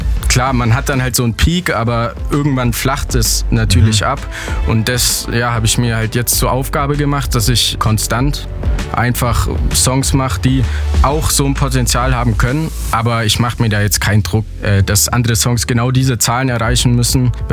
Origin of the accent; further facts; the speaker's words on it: Wendelstein, Bavaria, Germany; also wir kommen ursprünglich aus Wendelstein, mhm. wenn jetzt die wenigsten kennen.